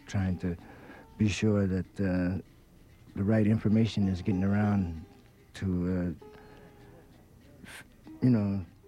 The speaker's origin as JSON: {"language": "English", "town": "Los Angeles", "region": "California", "country": "United States", "tie": "born or raised there", "said": "the community in Watts that was so wonderful that I thank God of growing in that community"}